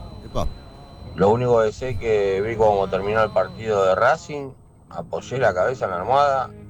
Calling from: San Justo, Buenos Aires Province, Argentina; de San Justo.

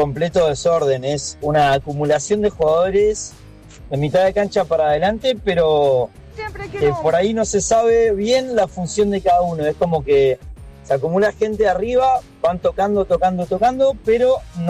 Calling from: Comodoro Rivadavia, Chubut, Argentina; de Comodoro Rivadavia.

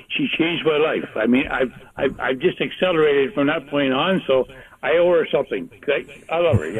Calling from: Peterborough, Ontario, Canada; I'm in Peterborough. It's a little northeast of Toronto, about 100 kilometers.

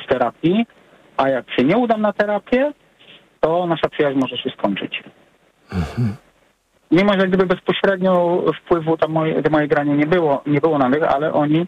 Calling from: England, United Kingdom; wiem, czy mogę się opowiedzieć, bo ja z Anglii dzwonię, nie z Polski.

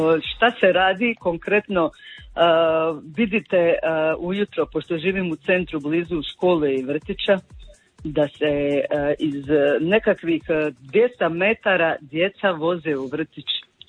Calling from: Drniš, Šibenik-Knin County, Croatia; ja dolazim iz Drniša

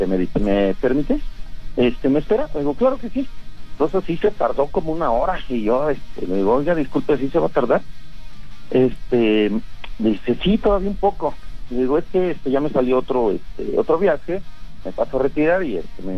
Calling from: Hidalgo, Mexico; De acá, desde el estado de Hidalgo

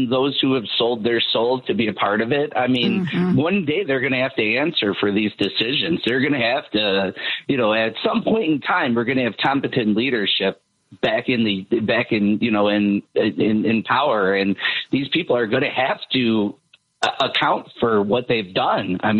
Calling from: United States; as an American

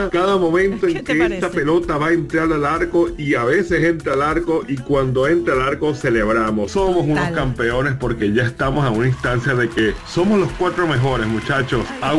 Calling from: Venezuela; Hola Radio Disney, yo llamo desde Venezuela.

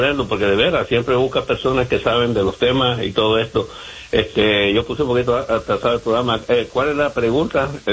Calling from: New York, United States; Te hablo desde Nueva York

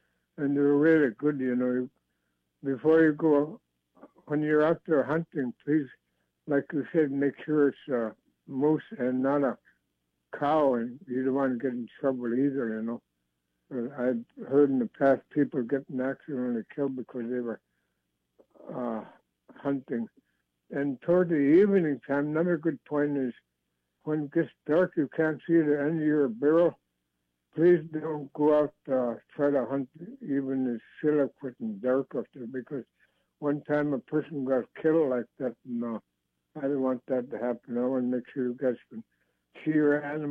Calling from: Bethel, Alaska, United States; I'm from Bethel.

